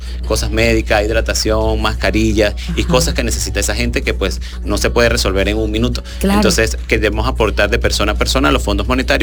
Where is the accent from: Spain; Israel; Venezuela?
Venezuela; now in Tapachula, Mexico